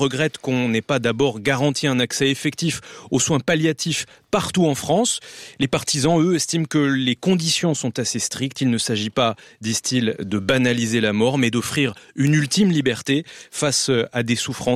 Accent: Switzerland; le suicide assisté, tel qu'il se pratique déjà chez nous en Suisse.

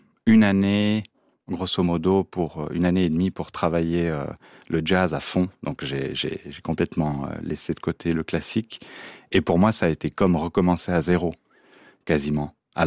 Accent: Chalais, Valais, Switzerland; En Valais, oui, voilà, c'est mon village natal.

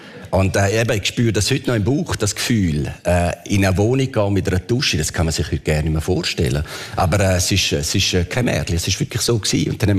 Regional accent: Chur, Graubünden, Switzerland; Ja, ich bin in Bodmer aufgewachsen. In so Arbeiterhäuser, ganz einfach.

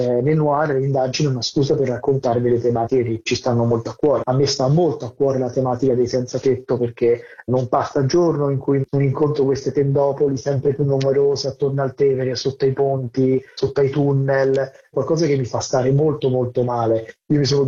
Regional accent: Rome, Lazio, Italy; born or raised there

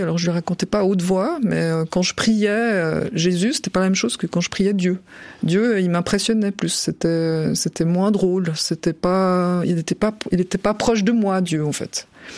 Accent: Corsier, Vaud, Switzerland; born or raised there; also born or lived in Vevey

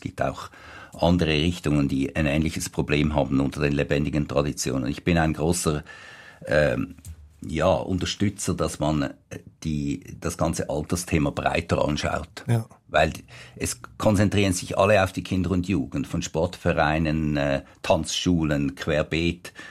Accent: Switzerland; Wachsen wir ja als Bevölkerung, als Schweizer Bevölkerung fast nicht mehr.

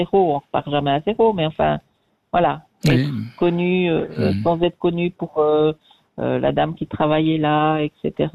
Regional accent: Switzerland; moved away; quand je suis partie de Suisse il y a 3 ans, je me suis demandé justement certaines amitiés.

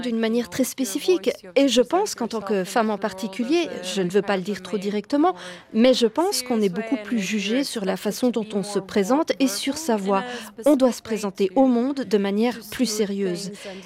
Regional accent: Turkey; accent: Turkish; first language Turkish; French is a second language; moved away; mon accent turc

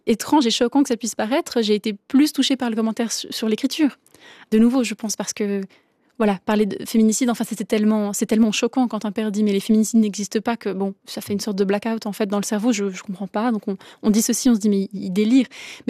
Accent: Romandy, Switzerland; en tant que Suisse, que Suisse romande.

